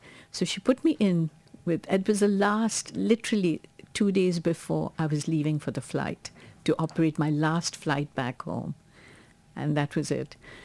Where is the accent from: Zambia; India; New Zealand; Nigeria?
India; moved away as an adult; also born or lived in Singapore; now in New York, United States; When I grew up in India in the 50s, I was born in 45, so 50s, 60s